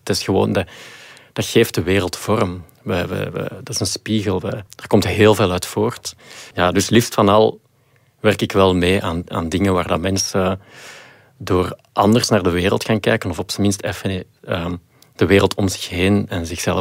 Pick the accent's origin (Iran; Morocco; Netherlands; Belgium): Belgium; Flanders; Ja, ik denk ook dat wij als Belgen gewoon heel goed zijn in die verhalen vertellen.